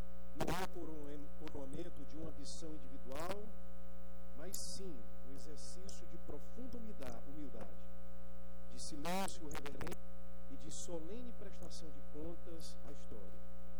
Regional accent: Araripina, Pernambuco, Brazil; born there; moved away; also born or lived in Simões, Piauí; E me transporta diretamente para Araipina, que o clima é mais ameno. E lá não é sertão, é agreste, é agreste pernambucano, no querido estado do Pernambuco, onde nasci

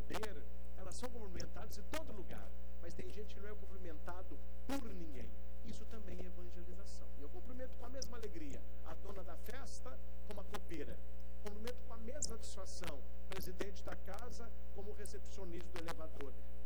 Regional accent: Minas Gerais, Brazil; Eu falei: eu sou mineiro.

